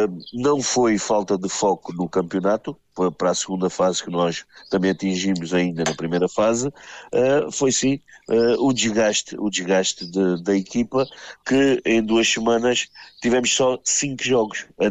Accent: Algarve, Portugal; Eu sou do Algarve

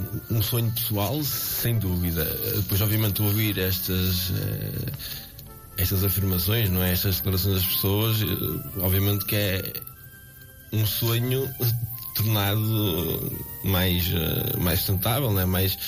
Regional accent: Portugal; eu sou de Irivo, eu amo a terra

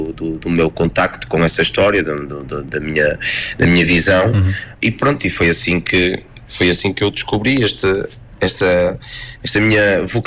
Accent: Barcelos, Norte, Portugal; por ser mais perto do sítio onde eu cresci, onde eu nasci, que é, eu sou natural da Uxa, que é uma freguesia do Conselho de Barcelos.

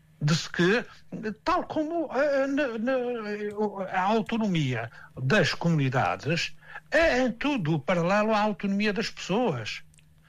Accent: Portugal; nós, portugueses

